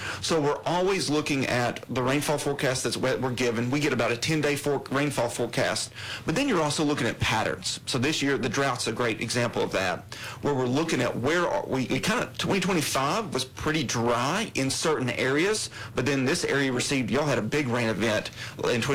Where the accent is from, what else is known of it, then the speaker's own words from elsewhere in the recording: Knoxville, Tennessee, United States; I'm from Knoxville area, so I use those lakes generally.